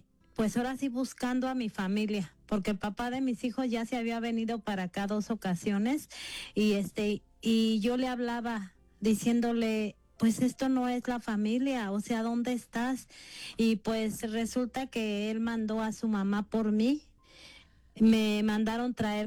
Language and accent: Spanish; Mexico; moved away as an adult; now in United States; estar separada de mi México, estar separada de mi gente, claro que fue un dolor muy fuerte. Fue una cosa, porque no tengo a nadie de mi familia aquí, soy la única hija que está aquí